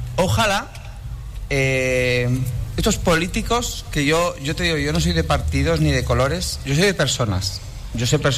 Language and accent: Spanish; Pamplona, Navarre, Spain; now in Maspalomas, Spain; Yo soy de Pamplona.